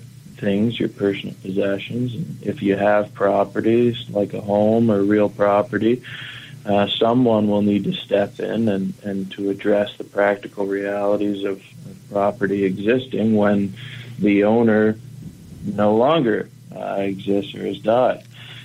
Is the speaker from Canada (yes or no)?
yes; Bedford, Nova Scotia, Canada; also born or lived in Prince Edward Island / New Brunswick / Ottawa, Ontario; I'm from the Maritimes, lived in PEI, New Brunswick, and Nova Scotia, but I grew up in Bedford.